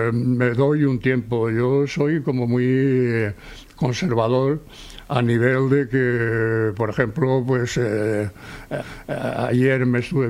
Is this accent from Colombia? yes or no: no; Seville, Andalusia, Spain; now in Barcelona, Spain; cuando vinimos de Sevilla.